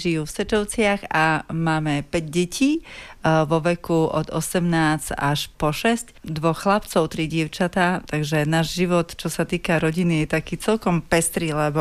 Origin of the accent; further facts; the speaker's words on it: Osečovce, Prešov Region, Slovakia; teda ja som z Osečoviec, lebo Janko z Osečoviec nie je.